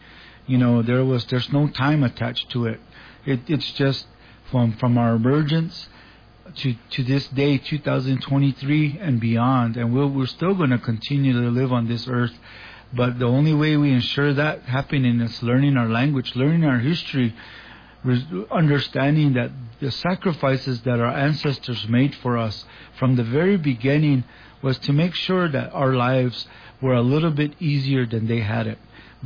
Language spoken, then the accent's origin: English; Tamaya, New Mexico, United States; It's just my perspective as growing up on Tamaya, at Tamaya, and just reflecting back what I was taught from my ancestors